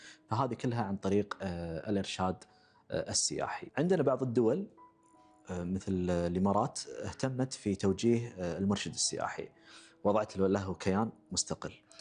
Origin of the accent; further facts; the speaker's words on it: Kuwait; عندنا في الكويت